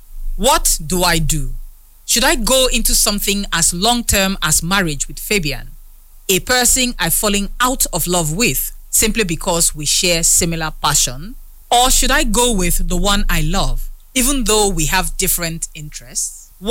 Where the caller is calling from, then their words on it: Port Harcourt, Rivers, Nigeria; I'm texting from Port Harcourt.